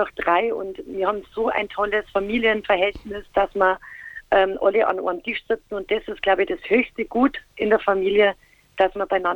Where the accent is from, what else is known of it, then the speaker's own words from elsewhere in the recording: Bavaria, Germany; accent: Bavarian; Das ist nämlich ein bayerischer Titel in unserem Dialekt.